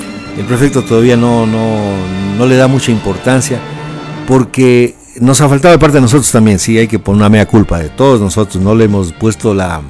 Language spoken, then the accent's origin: Spanish; Gualel, Loja, Ecuador; moved away; Yo soy de Gualel.